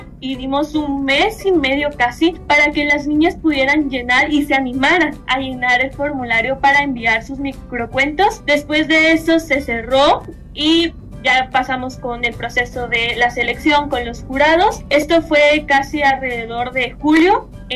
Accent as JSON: {"language": "Spanish", "country": "Guatemala", "said": "yo soy de Guatemala"}